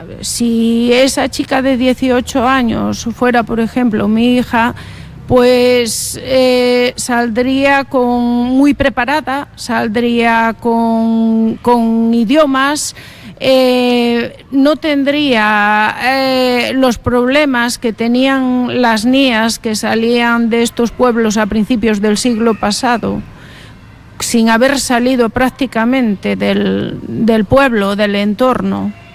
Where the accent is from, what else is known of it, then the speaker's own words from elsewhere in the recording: Extremadura, Spain; accent: Fala; first language Fala; Spanish is a second language; es mi lengua materna, soy profesora de Fala